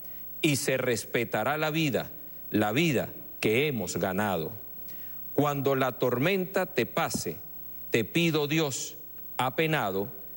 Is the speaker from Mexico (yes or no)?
no; Venezuela; somos venezolanos